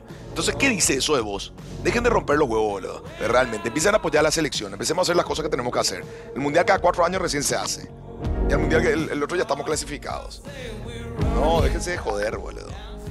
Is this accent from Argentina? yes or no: no; Paraguay; este es el momento donde nosotros nos demostramos lo que somos los paraguayos y decidimos rifar esa oportunidad.